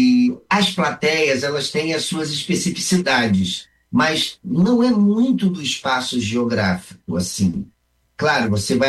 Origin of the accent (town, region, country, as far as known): Rio de Janeiro, Brazil; born or raised there; also born or lived in Alegrete